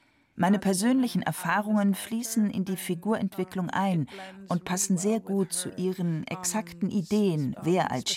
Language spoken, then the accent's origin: German; Trinidad & Tobago; born or raised there